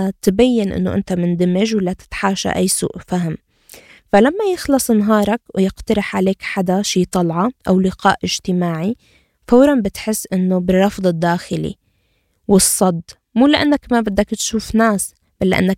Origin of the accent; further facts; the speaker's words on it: Syria; moved away; حابة أنشاف … مو كعربية ولا كسورية ولا كمسلمة ولا كمحجبة